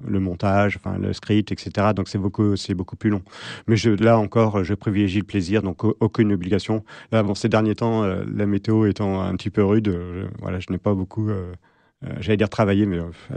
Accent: Angers, Pays de la Loire, France; je suis né à Angers, j'ai toujours vécu à Angers.

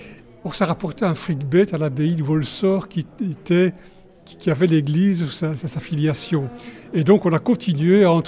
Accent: Onhaye, Wallonia, Belgium; born there; je suis né à Ouhé, un village qui a deux caractéristiques.

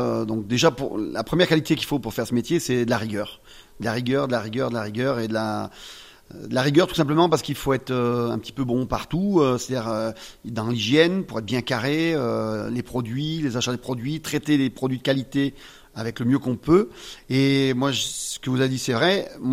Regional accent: Saint-Étienne, Auvergne-Rhône-Alpes, France; moi je suis stéphanois.

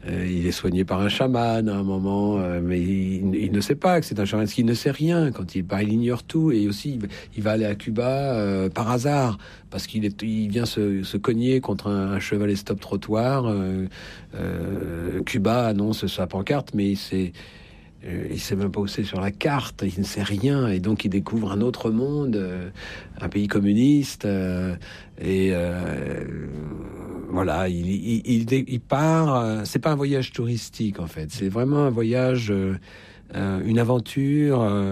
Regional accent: Paris, Île-de-France, France; parce que en tant que petit Parisien, je ne connaissais pas Paris, je connaissais juste mon quartier.

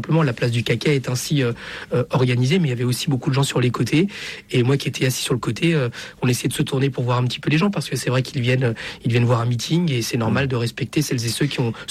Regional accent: Chile; now in France; Je viens du Chili, je suis fils d'exilé politique. Que je suis en France

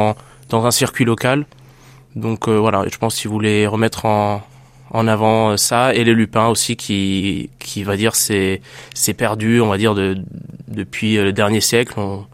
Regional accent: Italy; vu que je suis italien, on mange souvent ça à l'apéro

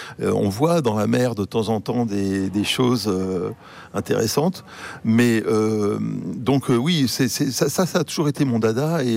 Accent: Martinique, France; also born or lived in Rouen; je suis né à Rouen, donc les Normands, de toute façon, sont des grands navigateurs, voilà. Des voyageurs, et j'ai grandi à la Martinique

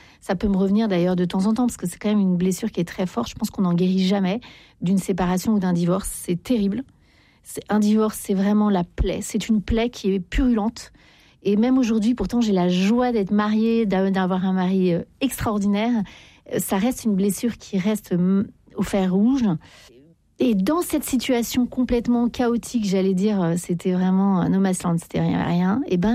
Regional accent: Paris, Île-de-France, France; Vous savez, moi je suis parisienne, on râle beaucoup, les gens sont pas sympas parfois dans le métro.

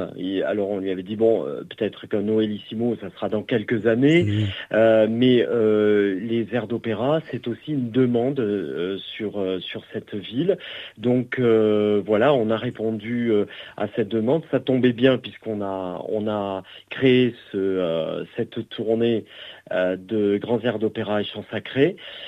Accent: South-West France, France; also born or lived in Bordeaux; now in Avignon, France; j'étais du Sud-Ouest, hein, je suis natif du Sud-Ouest.

